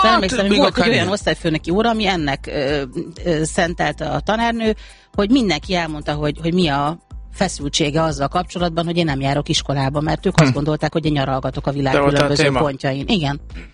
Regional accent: Pécs, Baranya, Hungary; És igen, és ráadásul én ugye pécsiként, a Pécsi klubban habár volt egy majdnem olimpikonunk

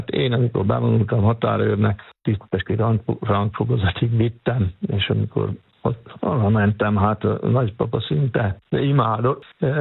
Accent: Pápasalamon, Veszprém County, Hungary; now in Győrzámoly, Hungary; hát én Pápa Salamonból származom, ez egy nagyon csodálatos kis ékszerdobott pápa és a Somló hegyközi területen van Pápától 14 kilométerre.

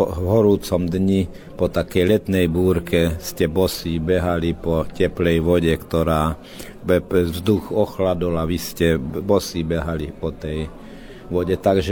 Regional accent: Tótkomlós, Békés, Hungary; moved away; also born or lived in Bratislava; keď som povedal, že ja som Slovák z Maďarska

